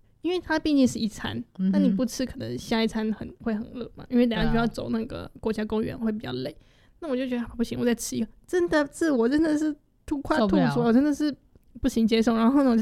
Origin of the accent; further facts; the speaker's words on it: Taiwan; 或者是他们因为我们台湾人会腌嘛，对不对？腌猪肉之类的